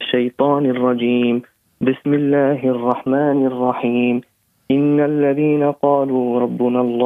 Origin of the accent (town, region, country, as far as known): Sousse, Sousse Governorate, Tunisia